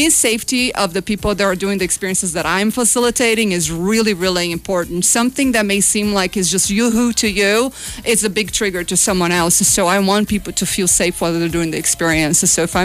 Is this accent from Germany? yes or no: no; Brazil; English is a second language; moved away; I'm from Brazil.